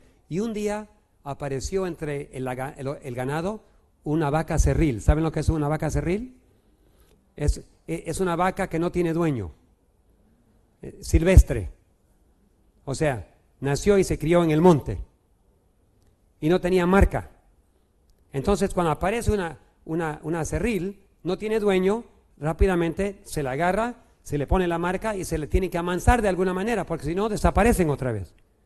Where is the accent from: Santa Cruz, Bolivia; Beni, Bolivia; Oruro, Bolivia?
Beni, Bolivia; Eso me hizo recordar en el Beni, cuando me crié en el Beni, yo con mis padres y mis suegros hemos ido por carretón por 18, 24 horas en carretón.